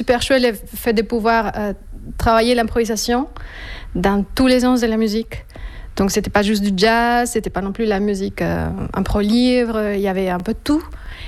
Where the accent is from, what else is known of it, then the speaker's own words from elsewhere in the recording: Colombia; French is a second language; moved away as an adult; also born or lived in Freiburg, Germany; je suis retournée en Colombie.